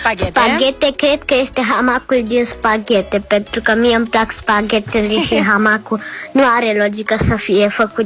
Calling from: Bucharest, Romania; din București

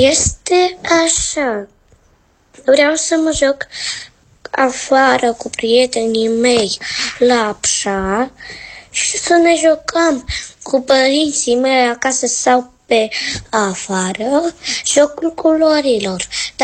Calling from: Ploiești, Prahova, Romania; din Ploiești, am 8 ani

